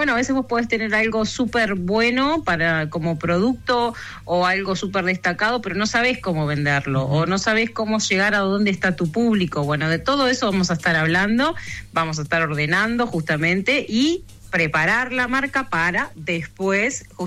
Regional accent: Tacuarembó, Uruguay; moved away; yo vuelvo a mi tierra natal acompañada de otra tacuarembuense

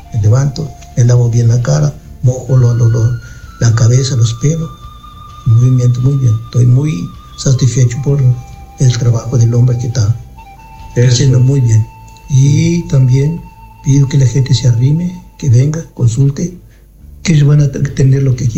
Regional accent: Artigas, Uruguay; Sí, soy de Artigas. Estoy viviendo en Artigas, pero soy de un pueblito de afuera de Artigas.

